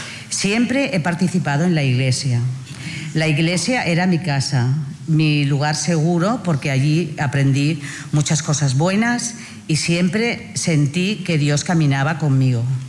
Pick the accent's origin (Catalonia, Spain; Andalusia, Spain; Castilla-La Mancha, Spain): Catalonia, Spain; Barcelona; Soy de Barcelona. Qué alegría compartir con usted. He crecido en la fe cristiana.